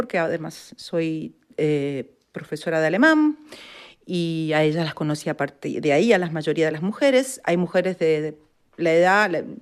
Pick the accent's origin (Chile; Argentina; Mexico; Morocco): Argentina; moved away as an adult; now in Zurich, Switzerland; a los 21 años llegué, tengo 55, o sea que es un tiempo en el cual estoy afuera de mi país, pero siempre en contacto con Argentina, sí.